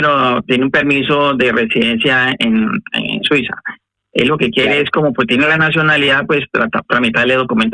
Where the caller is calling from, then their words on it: Madrid, Community of Madrid, Spain; de aquí de Madrid.